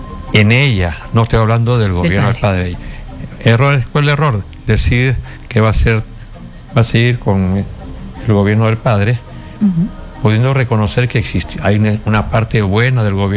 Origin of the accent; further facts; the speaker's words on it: Peru; Aspiro, como peruano, a que haga un buen gobierno.